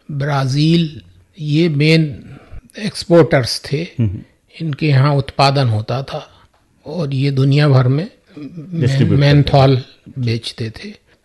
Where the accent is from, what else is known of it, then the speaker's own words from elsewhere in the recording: Moradabad district, Uttar Pradesh, India; now in Rampur, India; मेरा गांव जहाँ खेती है, ग्राम नगलिया जट